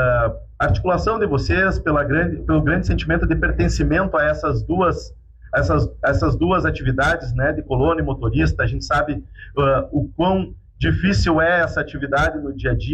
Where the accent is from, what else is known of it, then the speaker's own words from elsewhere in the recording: Restinga Seca, Rio Grande do Sul, Brazil; nós que somos aqui do Santuário